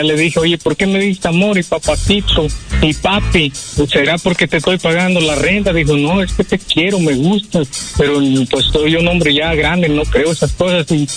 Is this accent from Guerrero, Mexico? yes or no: yes; Guerrero, Mexico; Yo soy de Guerrero.